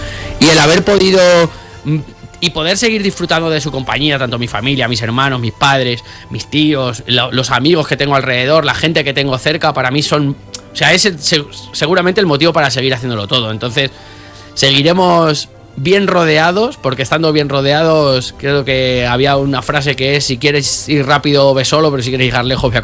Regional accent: Castilla-La Mancha, Spain; soy manchego, que soy de La Mancha.

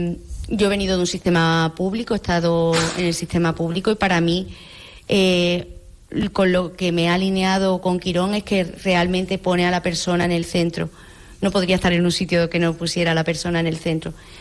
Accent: Moguer, Andalusia, Spain; Hombre, a mi pueblo voy, ahora en cuanto salga voy a comer allí a casa de mi padre, ¿no?

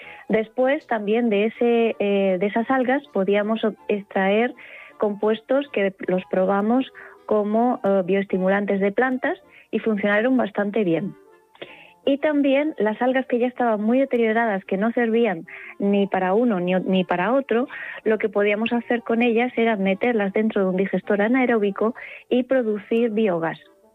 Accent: Murcia, Region of Murcia, Spain; born or raised there

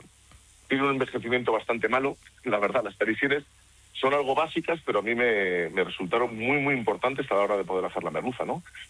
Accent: Cantabria, Spain; now in Burgos, Spain; Yo me siento muy burgalés, pero yo soy cántabro de nacimiento, tengo un apellido pasiego, de los Valles Pasiegos, mi descendencia viene de la Vega del Paz, de San Pedro Romeral, y Cantabria es la tierra que me vio nacer, mi adolescencia la pasé en Cantabria

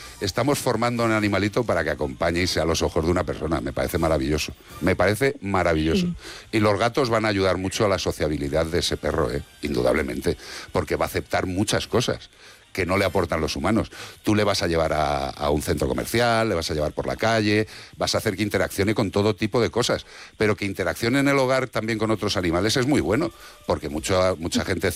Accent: Madrid, Community of Madrid, Spain; born there; yo nací en Madrid.

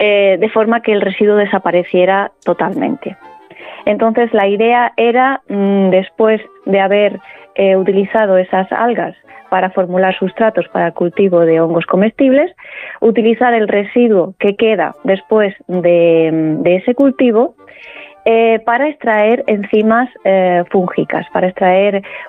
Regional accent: Murcia, Region of Murcia, Spain; now in Madrid, Spain; soy murciana. Nací en Murcia, crecí toda mi infancia pasando los veranos en los Urrutias, a las orillas del Mar Menor

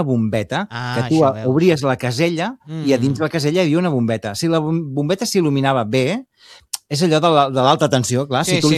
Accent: Barcelona, Catalonia, Spain; jo que ja sóc més de Barcelona que de cap altre lloc, gairebé, m'emociona, com a català, m'emociona molt això.

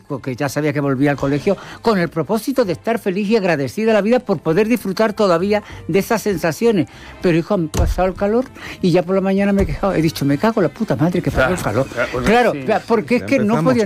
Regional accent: Norway; Y habló de una serie de cosas y dije, fíjate, yo soy noruega. Me sentí Argentina y Noruega en ese momento.

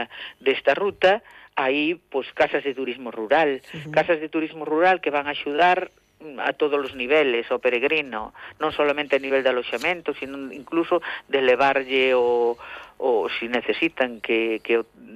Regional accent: Galicia, Spain; E os que somos aquí do Val de Lemos, pois penso que a podemos facer doadamente

